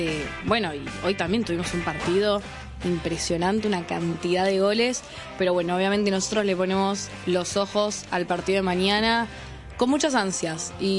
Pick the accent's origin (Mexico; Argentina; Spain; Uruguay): Argentina; como somos todos los argentinos